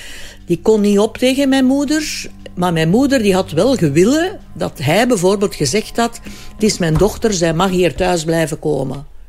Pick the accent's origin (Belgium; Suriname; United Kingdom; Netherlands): Belgium; Mechelen, Flanders; now in Lier, Belgium; Hij was van boven Antwerpen, ik ben van Mechelen. Wij zijn in Lier gaan wonen.